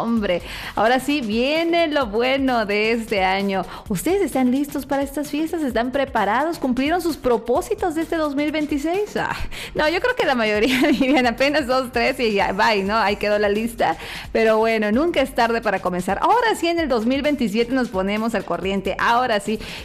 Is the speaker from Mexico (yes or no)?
yes; Mexico; Al menos así somos los mexicanos